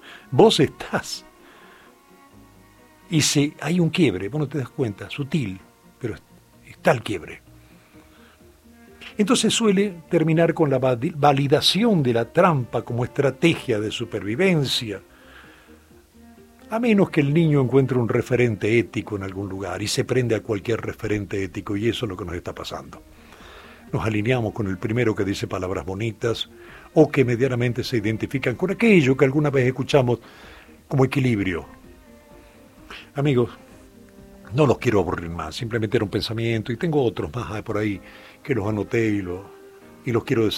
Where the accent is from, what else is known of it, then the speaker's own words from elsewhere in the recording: Argentina; Yo como argentino